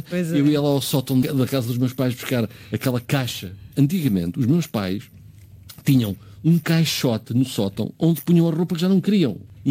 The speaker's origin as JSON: {"language": "Portuguese", "town": "Nazaré", "region": "Leiria", "country": "Portugal", "tie": "born or raised there", "said": "Quer dizer, claro que eu sou da Nazaré, sou nazareno de nascimento, mas como nasci no sítio que nem freguesia é, sou citeiro."}